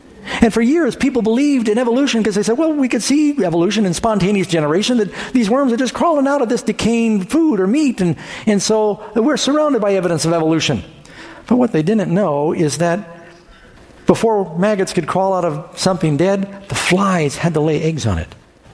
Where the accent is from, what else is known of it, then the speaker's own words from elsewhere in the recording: New York City, New York, United States; because I grew up in New York City.